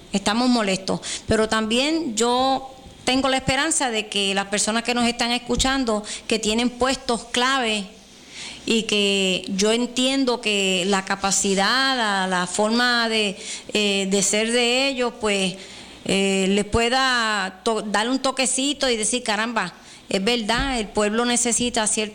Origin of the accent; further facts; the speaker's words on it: San Germán, Puerto Rico; also born or lived in Sabana Grande; Yo me crié aquí en San Germán, me siento bien orgullosa también de este pueblo.